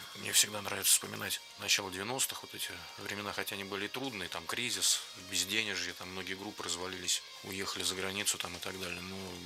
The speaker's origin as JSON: {"language": "Russian", "region": "Moscow", "country": "Russia", "said": "мы простые парни из Биберева были"}